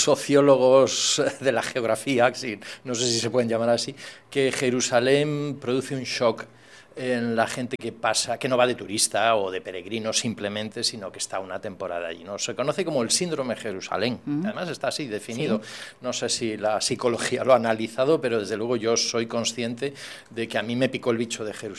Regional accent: Galicia, Spain; now in Mallorca, Spain; yo soy del norte de Galicia, de tierra de marinos y por tanto pues aquí en Mallorca estoy encantado, que estoy como en mi tierra, ¿no?

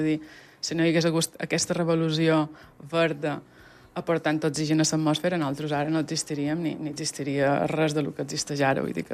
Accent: Sóller, Balearic Islands, Spain; also born or lived in Fornalutx; Ja he nascut a Buenafornalutx, Sóller, una cama a cada banda. Sempre, els caps de setmanes, he anat a Solivar, el que dèiem a Sóller Solivar, la finca

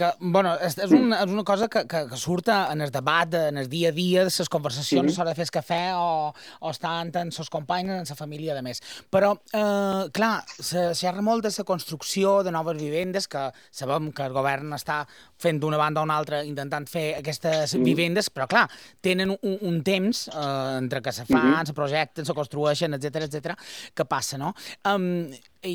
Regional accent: Consell, Balearic Islands, Spain; Jo, per exemple, som de Consell i jo tinc la sort de tenir una vivenda

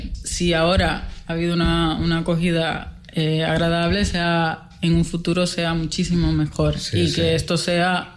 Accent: Dominican Republic; now in Spain; Yo vengo de República Dominicana.

